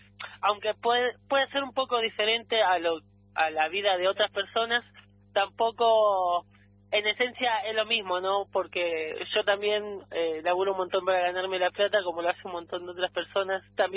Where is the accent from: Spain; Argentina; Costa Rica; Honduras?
Argentina; Buenos Aires; Bueno, brevemente, soy viajero, soy de Buenos Aires, ahora vengo de Chile, vengo dando unas vueltas